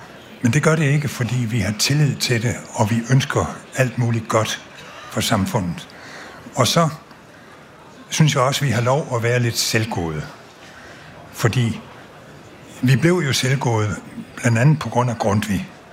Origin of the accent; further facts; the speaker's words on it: Region of Southern Denmark, Denmark; Og jeg er jo dansk sønderjyde.